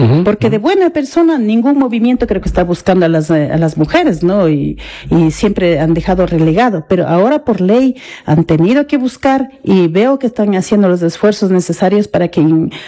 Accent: San Simón parish, Bolívar, Ecuador; Soy una guarandeña nacida en la parroquia San Simón, comunidad de Potrerillos. Esto queda ubicado en la vía Riobamba, en el sector de Herrerías, de donde provengo.

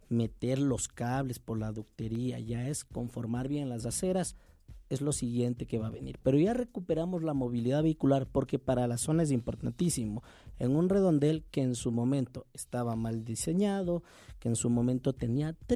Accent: Conocoto, Pichincha, Ecuador; todos los que somos de Conocoto, porque yo desde guagua he sido criado en Conocoto

